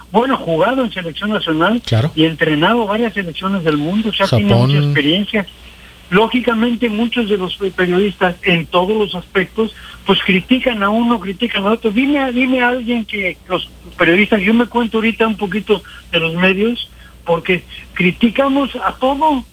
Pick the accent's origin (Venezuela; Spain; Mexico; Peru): Mexico; es un honor en un momento ser mexicano